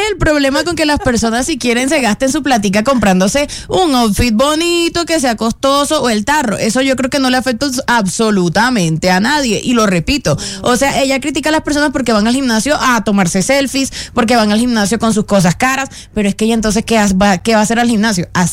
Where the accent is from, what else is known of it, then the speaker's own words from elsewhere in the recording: Cereté, Córdoba, Colombia; moved away; Cuando yo estaba de vacaciones en el pueblo donde yo soy, Ceret de Córdoba